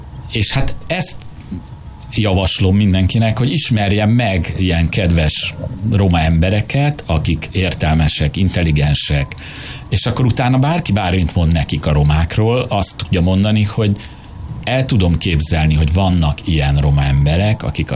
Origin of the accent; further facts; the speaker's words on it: Budapest, Hungary; aki itt Budán születtem, itt éltem Budán egész életemben